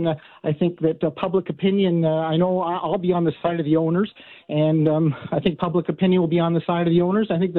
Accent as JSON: {"language": "English", "town": "Chicago", "region": "Illinois", "country": "United States", "moved": "yes", "lives_now": "Los Angeles, United States", "said": "I'm originally from Chicago"}